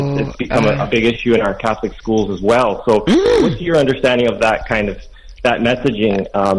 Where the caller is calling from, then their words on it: Ontario, Canada; growing up in a family from southern Italy, right, pretty strict with long dresses and stuff, and then growing up in a pretty free country, democratic country, very multicultural, where everything goes